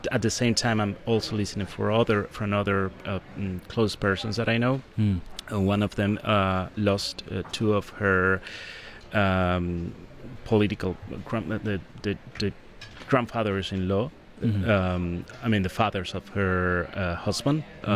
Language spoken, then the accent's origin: English; Caracas, Capital District, Venezuela; in my hometown, which is southwest Caracas.